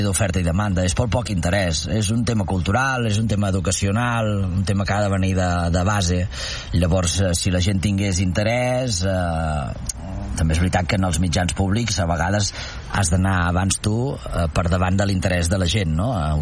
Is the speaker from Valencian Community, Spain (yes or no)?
no; Catalonia, Spain; jo em dedico a la cultura, la meva xicota del sector primari, som catalans